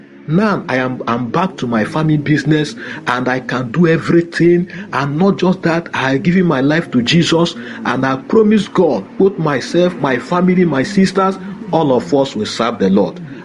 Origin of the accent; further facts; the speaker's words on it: Enugu State, Nigeria; I am from Nara Onateze in Enugu East local government area of Enugu State, Nigeria.